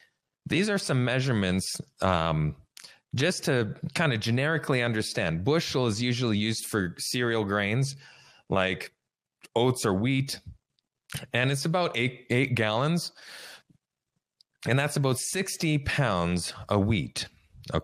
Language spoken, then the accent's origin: English; Saskatchewan, Canada; moved away; back where I grew up in Saskatchewan